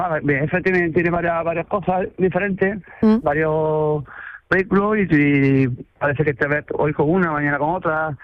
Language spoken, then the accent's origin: Spanish; Jerez de la Frontera, Andalusia, Spain; Exacto. Yo soy de Jerez, claro.